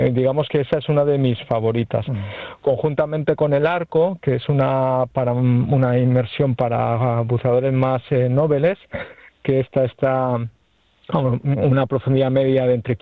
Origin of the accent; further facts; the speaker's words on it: Formentera, Balearic Islands, Spain; born there; Bueno, yo nací en Formentera, ¿vale? Que es, bueno, la isla donde estáis ahora, en el Mediterráneo.